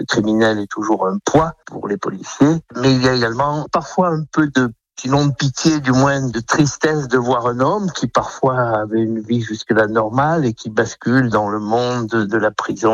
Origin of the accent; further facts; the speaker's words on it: Auvergne-Rhône-Alpes, France; born there; comme celles qui se passent en Ardèche, où je reviens pratiquement dans mon village natal